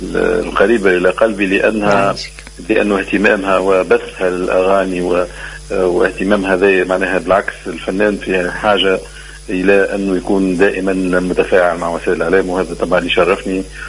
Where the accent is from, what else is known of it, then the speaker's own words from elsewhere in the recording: Tunis, Tunis Governorate, Tunisia; لأن أنا ولدت في الجنوب، لكن شاءت الأقدار نجي عمري تقريبا 5 سنوات في تونس العاصمة، وقريت في تونس العاصمة